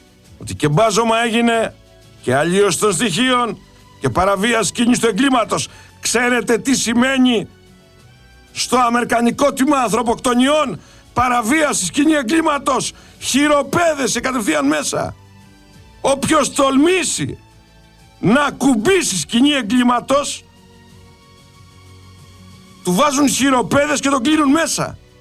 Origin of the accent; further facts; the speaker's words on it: Peloponnese, Greece; λωθιά που λέγαμε και στο χωριό μου, λωθιά, λωθιά. Εγώ είμαι αιμοραϊτής.